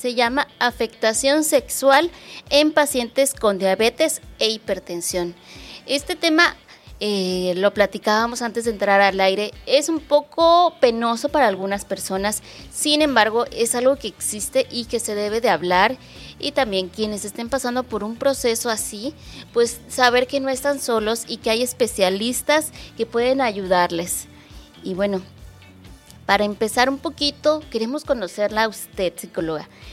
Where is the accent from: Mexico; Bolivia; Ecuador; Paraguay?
Mexico; nosotros como mexicanos